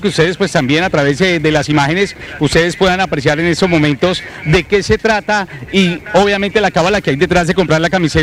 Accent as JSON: {"language": "Spanish", "country": "Colombia"}